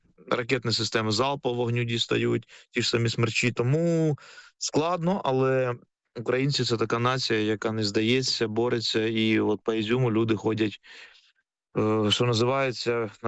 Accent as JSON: {"language": "Ukrainian", "town": "Pavlohrad", "region": "Dnipropetrovsk Oblast", "country": "Ukraine", "tie": "born or raised there", "said": "Я сам родом з міста Павлоград"}